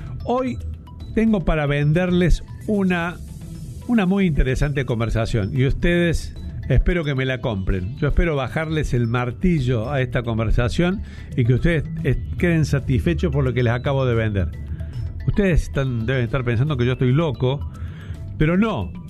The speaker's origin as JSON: {"language": "Spanish", "town": "Villa María", "region": "Córdoba", "country": "Argentina", "tie": "born or raised there", "said": "tengo un recuerdo infantil de los rematadores de la zona donde yo me crié, en Villa María"}